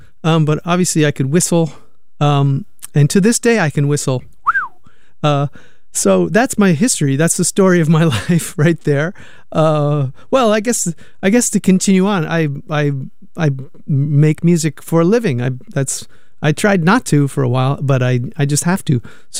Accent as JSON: {"language": "English", "country": "Canada", "tie": "born or raised there", "said": "I grew up in not Canada. I grew up in Canada. I was a nice boy."}